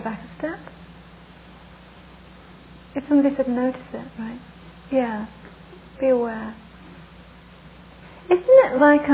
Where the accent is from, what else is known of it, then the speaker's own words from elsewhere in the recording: England, United Kingdom; I'm English, so I was brought up to repress them.